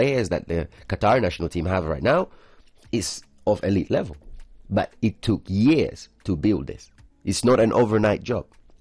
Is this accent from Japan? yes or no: no; Tanzania; So I remember growing up in Tanzania.